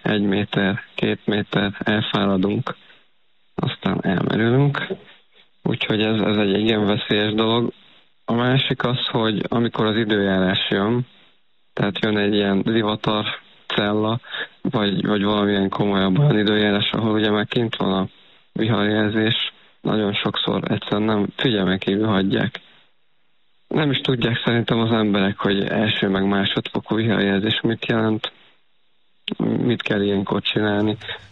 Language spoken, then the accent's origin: Hungarian; Hungary; born or raised there; moved away